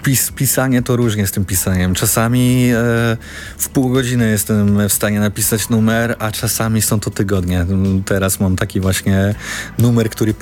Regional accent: Wejherowo, Pomeranian Voivodeship, Poland; born there; now in Reda, Poland; Tak, w Wejherowie urodzony, mieszkam w Redzie.

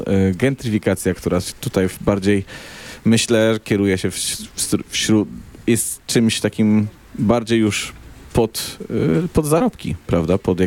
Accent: Warsaw, Masovian Voivodeship, Poland; born there; urodziłem się w Warszawie.

